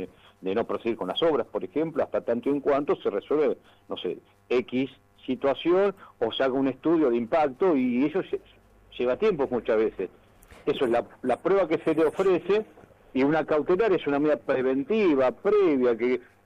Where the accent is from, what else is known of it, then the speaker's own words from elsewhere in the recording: Ramallo, Buenos Aires, Argentina; usted sabe que yo soy de Sánchez